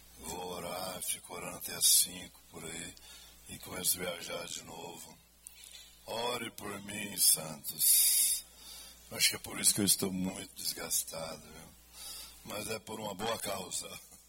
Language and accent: Portuguese; Brazil; É, nós somos brasileiros, somos.